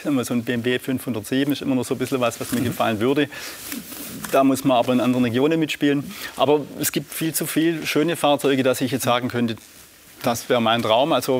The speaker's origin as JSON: {"language": "German", "region": "Rhineland-Palatinate", "country": "Germany", "tie": "born or raised there", "also_born_or_lived": "Swabia", "said": "Jein, also geboren im tiefsten Schwabenland, aber aufgewachsen in Pfalz."}